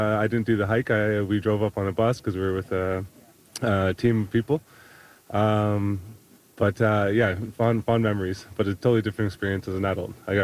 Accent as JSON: {"language": "English", "town": "Bradford", "region": "Ontario", "country": "Canada", "said": "I'm from Bradford, Ontario."}